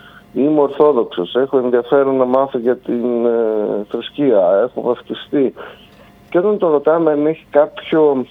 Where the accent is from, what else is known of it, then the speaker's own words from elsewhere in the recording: Kalambaka, Thessaly, Greece; εμείς που ζούμε και μεγαλώσαμε στην Καλαμπάκα, σας πληροφορώ ότι δεν έχουμε ανακαλύψει όλες τις περιοχές. Εγώ έφτασα κοντά, είμαι 47 χρονών